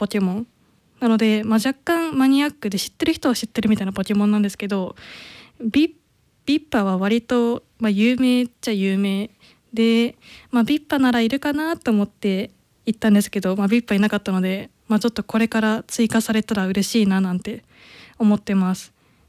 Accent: Kanto, Japan; まあ、地元が関東なので、その羽田空港とかに遊びに行って

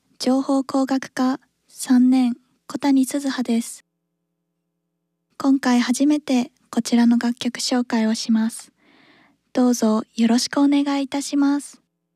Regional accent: Okazaki, Aichi, Japan; が来てくださったことがとても嬉しいです。またYouTuberとして活躍中の東海オンエアさんも岡崎出身なので、岡崎には有名人がたくさんいます。

